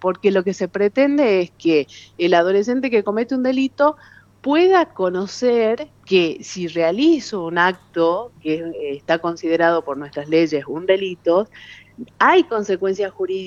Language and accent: Spanish; Catamarca, Argentina